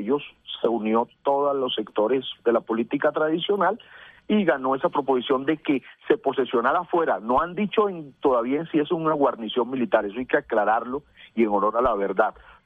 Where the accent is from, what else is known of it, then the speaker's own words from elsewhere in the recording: Barranquilla, Atlántico, Colombia; Mire, yo soy barranquillero y a mí me gustaría que mi ciudad realmente esté a otro nivel